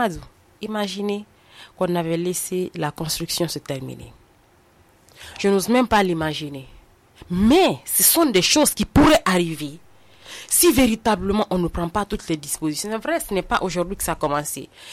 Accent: Guinea; Quand on est guinéen

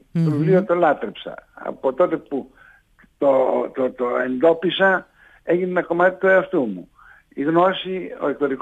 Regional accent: Chania, Crete, Greece; now in Athens, Greece; Λέω σε κάποιο σημείο ότι έφυγα για λίγο από τα Χανιά και η ξενιτιά, λέω, με πλάνεψε και αντί για 30 μέρες έμεινα 30 χρόνια. Στην ουσία έμεινα 40 χρόνια στην Αθήνα.

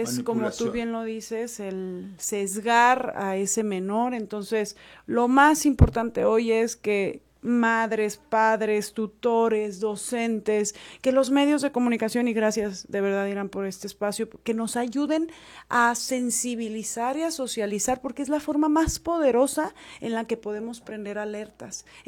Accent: Mexico; como lo digo como mexicana

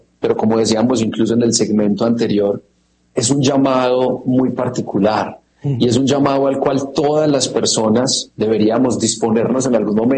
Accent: Medellín, Antioquia, Colombia; Muy feliz hoy desde mi tierrita, desde Medellín, Colombia

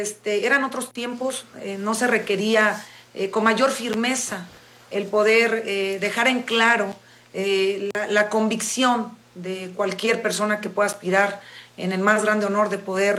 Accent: La Manga, Mexico; específicamente somos de La Manga, una comunidad de menos de 200 habitantes, que hasta hace 15 años no contábamos con luz eléctrica, y de la capital para llegar a mi pueblo hacíamos 12 horas de terracería.

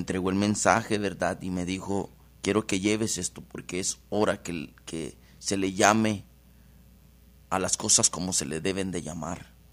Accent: El Progreso, Yoro, Honduras; moved away; Soy de Honduras, de la ciudad del Progreso y Oro.

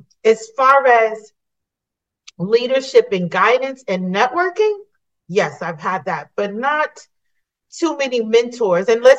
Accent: Colorado, United States; moved away; also born or lived in New Jersey; I'm from Colorado. I came here from New Jersey

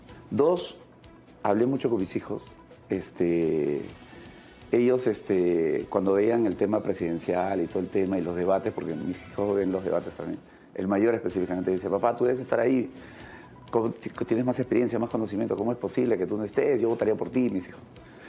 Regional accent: Peru

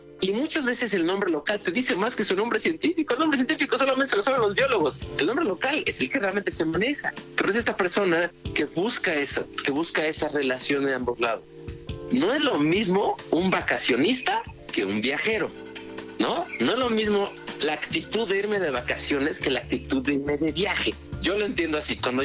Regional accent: Mexico City, Mexico; moved away as an adult; now in Valle de Bravo, Mexico; yo soy de la Ciudad de México, actualmente vivo en Valle de Bravo

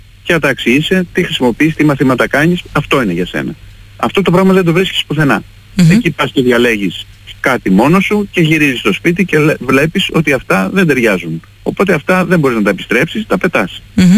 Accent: Patras, Western Greece, Greece; είμαστε πατρινοί mm-hmm. πάρα πολλά χρόνια

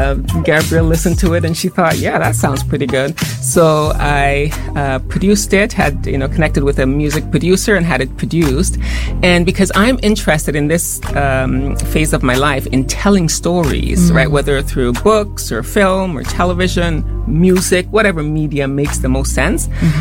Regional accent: Harris, Montserrat; moved away; I am originally from Montserrat. So mm-hmm. I'm from the tiny village of Harris's okay. in the east, which mm-hmm. was destroyed by the volcano.

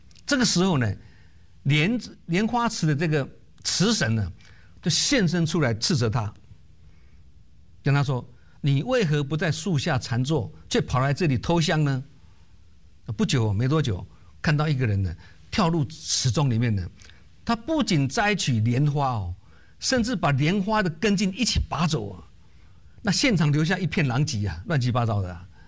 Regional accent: Keelung, Taiwan; 以前我小时候呢，我老家是在基隆，那基隆各位都知道郊外有一个滨海公路嘛，沿海有很长的海岸线，依山傍水啊，一边是山一边是水啊，海景秀丽啊。

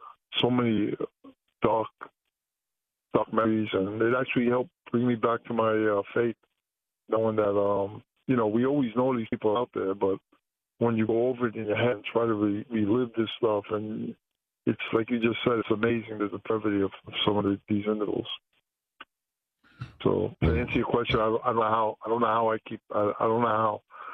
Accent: Brooklyn, New York, United States; But I mean, when I was young, growing up in Brooklyn, I ran around with some pretty wild guys.

